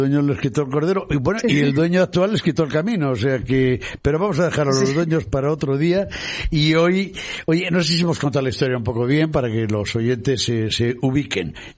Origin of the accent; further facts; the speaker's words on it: Tamames, Castile and León, Spain; en mi pueblo, en Tamames, que están entre sierras, que es la puerta a la Sierra de Francia